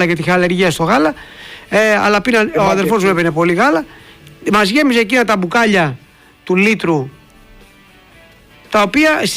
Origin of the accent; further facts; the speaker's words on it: Piraeus, Attica, Greece; also born or lived in Zografou; γιατί είμαι Πασαλιμανιώτης, από το Πασαλιμάνι γεννημένος, αλλά και στους Ζωγράφου, έχω προλάβει αγελάδες